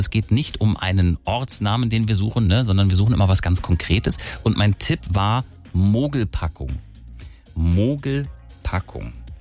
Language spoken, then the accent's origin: German; Hesse, Germany; Ja, also ich kann auf jeden Fall Hessisch, weil ich komme aus Hesse, ne? Deswegen kann ich ein bisschen Hessisch sprechen.